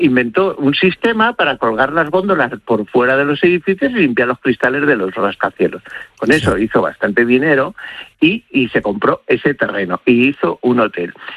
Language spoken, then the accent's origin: Spanish; Ávila, Castile and León, Spain; Si yo soy de Ávila, soy un abulense genético, que me he criado gracias a las patatas revolconas, a la morcilla y a los platos de judías